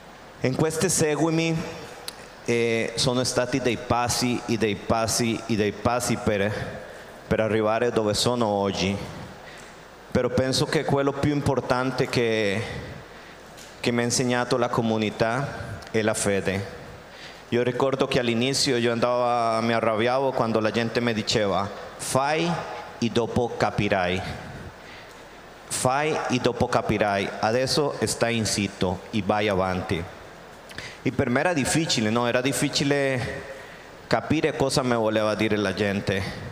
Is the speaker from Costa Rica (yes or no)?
yes; Costa Rica; Italian is a second language; moved away as an adult; now in Africa; sono dalla Costa Rica.